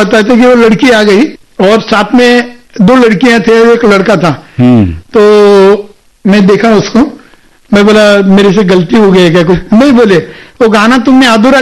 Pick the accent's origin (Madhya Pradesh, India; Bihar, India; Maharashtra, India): Maharashtra, India; अभी मैं महाराष्ट्र का रहने वाला हूँ